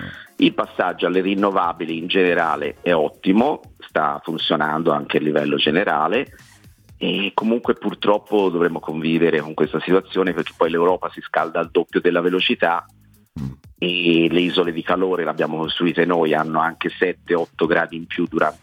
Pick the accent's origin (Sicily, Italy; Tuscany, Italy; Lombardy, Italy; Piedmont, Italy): Tuscany, Italy; Florence; sono fiorentino